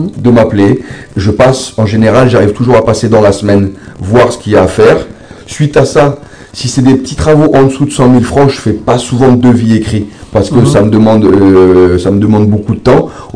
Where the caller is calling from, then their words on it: Païta, South Province, New Caledonia; Je viens de Payta.